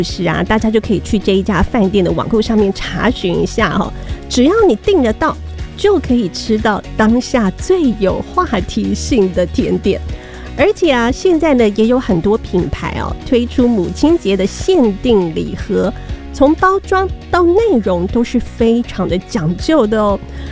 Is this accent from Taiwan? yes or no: yes; Keelung, Taiwan; 我家乡基隆